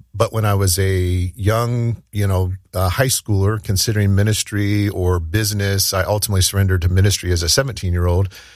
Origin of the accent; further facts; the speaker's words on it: Ohio, United States; Grew up in Southwest Ohio